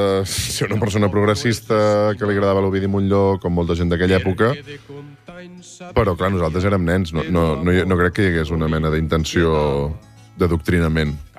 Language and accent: Catalan; Salt, Catalonia, Spain; Jo sóc, a més de Salt, que és un lloc una mica especial, perquè nosaltres vam conviure amb diferents cultures des de molt petits.